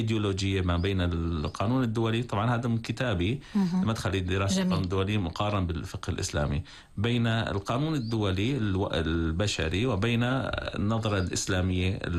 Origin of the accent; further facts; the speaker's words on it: Syria; عندنا في سوريا